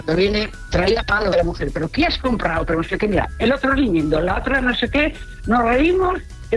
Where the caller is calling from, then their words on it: San Sebastián, Basque Country, Spain; ahí voy una vasca